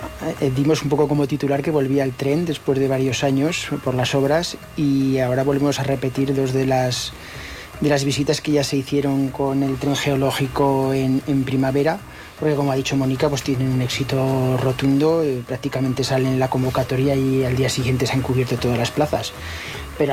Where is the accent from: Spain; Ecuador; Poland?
Spain; Nueno, Aragon; yo soy de Nueno.